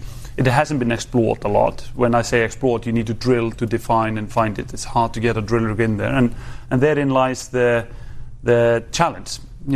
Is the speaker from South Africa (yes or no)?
no; Iceland; I'm from Iceland